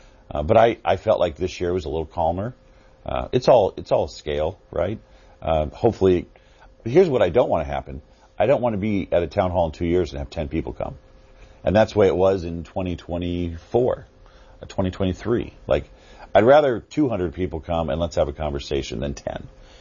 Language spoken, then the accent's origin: English; Nebraska, United States; Well, in my home state, the price of corn and soybeans and beef, obviously.